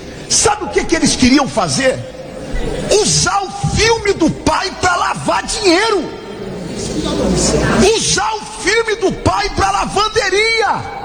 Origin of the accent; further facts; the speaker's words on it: Rio de Janeiro, Brazil; Agora eu sou do Rio.